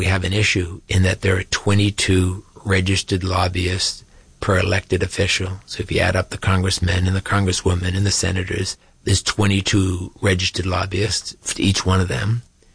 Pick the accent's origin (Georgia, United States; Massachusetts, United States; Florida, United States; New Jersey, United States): Massachusetts, United States; the church that I went to growing up outside of Boston is now condos